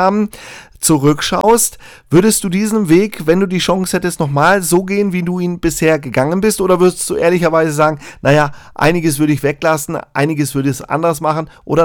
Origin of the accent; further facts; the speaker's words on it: Northern Germany, Germany; kennt man gar nicht aus der Ecke, wo ich herkomme, aus dem hohen Norden.